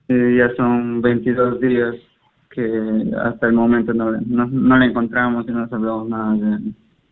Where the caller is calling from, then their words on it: Lima, Peru; Desde Ate, Santa Anita.